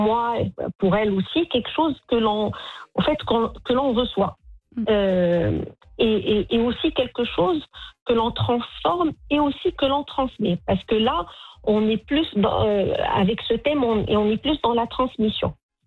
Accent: Rabat, Rabat-Salé-Kénitra, Morocco; je suis marocaine

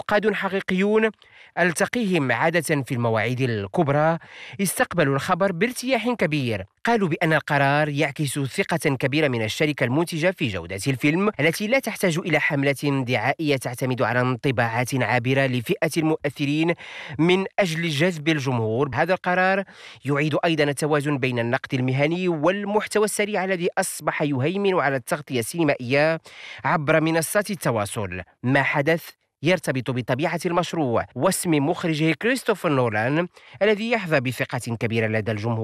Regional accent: Morocco

